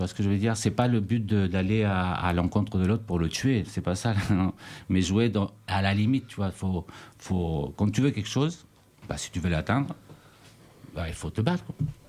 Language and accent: French; Chile; Moi, en tant que là, Chilien, par rapport à d'où je viens d'Amérique du Sud